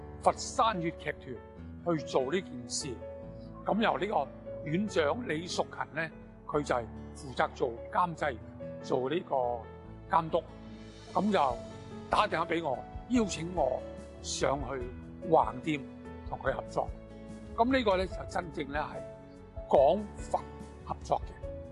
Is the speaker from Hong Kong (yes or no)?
yes; Hong Kong; also born or lived in Guangzhou; 咁我咧就系49年嘅时间由广州落咗香港嘅，嗰时我系4岁。咁我喺香港长大，喺香港学大戏。